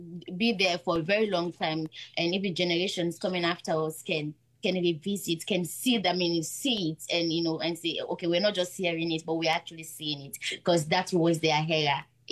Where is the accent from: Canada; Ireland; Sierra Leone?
Sierra Leone; Kono District, Eastern Province; my district, Kono district